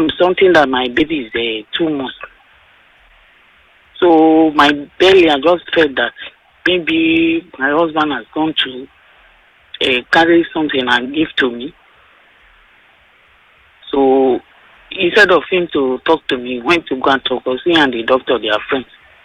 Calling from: Lagos, Nigeria

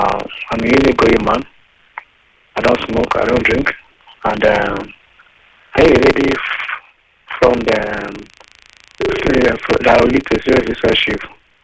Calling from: Lagos, Nigeria; I'm calling from Alemash area.

